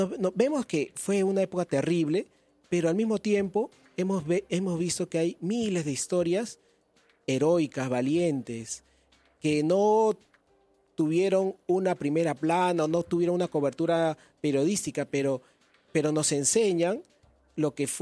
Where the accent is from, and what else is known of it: Peru